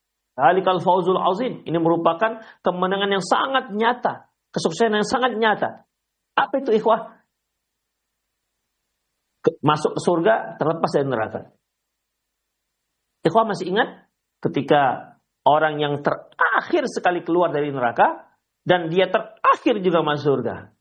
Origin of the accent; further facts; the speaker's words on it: West Sumatra, Indonesia; kalau bahasa kami orang Minang terperangah gitu